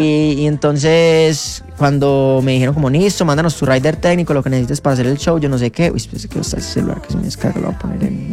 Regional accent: Bulgaria; also born or lived in Colombia; sí yo crecí un tiempo en Bulgaria y después para acá, y mis cuchos son músicos clásicos

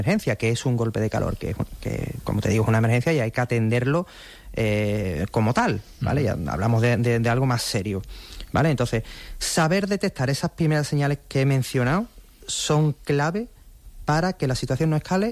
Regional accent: Spain; yo creo que es que somos españoles y como españoles que somos decimos, venga, vamos, ¿no?

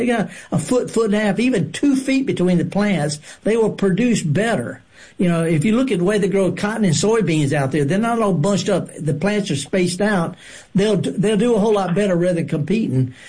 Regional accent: Mississippi Delta, United States; Okay. Now, I'm from the Delta.

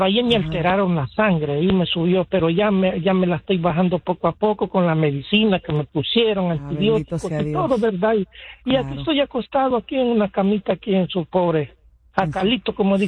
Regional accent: Honduras; Mire, Mayrita, yo fique, yo soy de Honduras

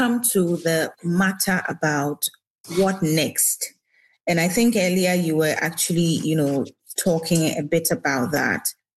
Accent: Ghana; And I grew up in Ghana, and the maps that we saw, you know, was the one that, you know, was portraying other, you know, countries and territories much larger than Africa.

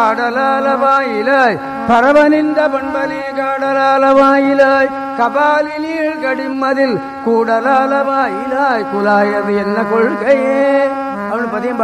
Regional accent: Veerakannan, Tamil Nadu, India; born there; நான் வீராக்கண்ணன் ஒரு ஊர்ல பிறந்தேன், தருமபுரத்துல படித்தேன், மெட்ராஸுக்கு வந்தேன்

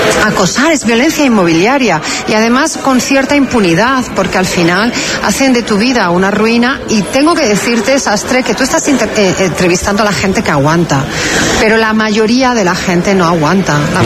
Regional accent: Madrid, Community of Madrid, Spain; Yo soy de Madrid, pues Madrid para los madrileños y Sevilla para los sevillanos, oiga.

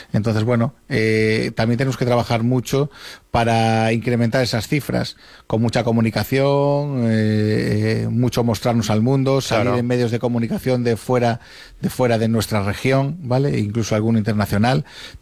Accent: Spain; somos españoles

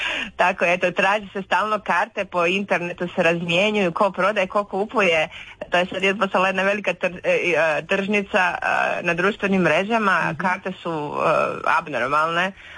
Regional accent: Croatia; now in United States; mi smo Hrvati ovdje u useljeništvu

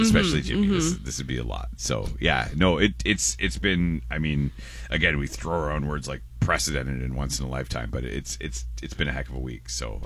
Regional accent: St. Catharines, Ontario, Canada; I'm from St. Catharines.

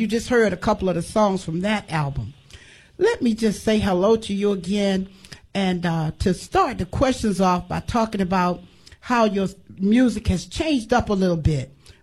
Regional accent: Kinston, North Carolina, United States; I'm born in Kingston, North Carolina.

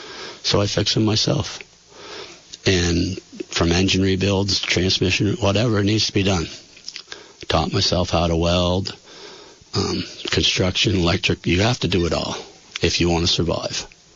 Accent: Barrie, Ontario, Canada; Grew up in Barrietown. I was born in Barrie City Hospital, which no longer exists. I'm the fifth generation

